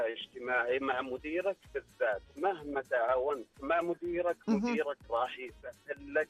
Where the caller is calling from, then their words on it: Riyadh, Riyadh Province, Saudi Arabia; من الرياض